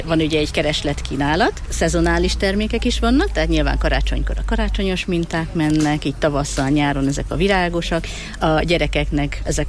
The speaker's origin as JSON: {"language": "Hungarian", "region": "Budapest", "country": "Hungary", "lives_now": "Cserépfalu, Hungary", "said": "hát én pesti vagyok eredetileg, úgyhogy nagy változás volt ahhoz képest."}